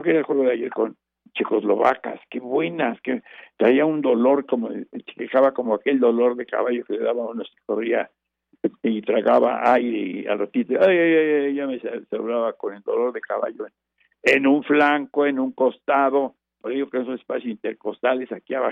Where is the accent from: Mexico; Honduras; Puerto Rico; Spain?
Mexico